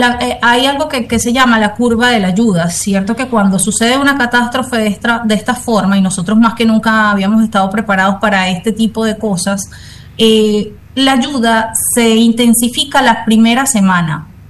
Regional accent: Venezuela; Entonces sí, ciertamente nosotros como venezolanos entre todos nos ayudamos.

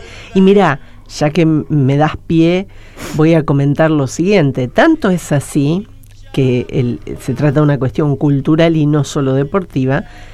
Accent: Argentina; Yo estuve en España a principio de año y cuando tomás un Uber, un taxi, algo, decís, ah, ¿de dónde sos? Argentina.

